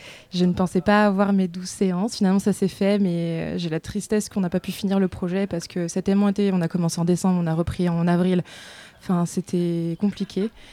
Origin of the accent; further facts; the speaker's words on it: Pays de la Loire, France; Enfin, je suis fière de la Mayenne, je suis fière de nos petites vaches.